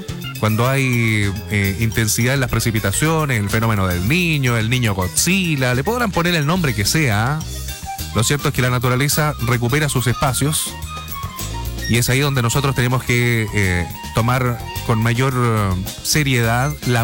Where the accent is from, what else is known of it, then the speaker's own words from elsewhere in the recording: Chile; no sé si será porque somos chilenos, tenemos mala memoria